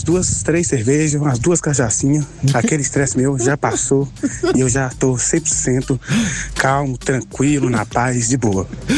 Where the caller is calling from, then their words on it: Nova Lima, Minas Gerais, Brazil; Falo aqui de Nova Lima.